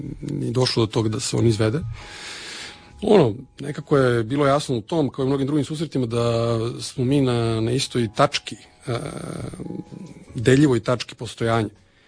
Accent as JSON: {"language": "Serbian", "town": "Novi Sad", "region": "Vojvodina", "country": "Serbia", "tie": "born there", "said": "iako jesam rođen u Srbiji, neko koji pripadam, kao i sam rođen u Novom Sadu zapravo"}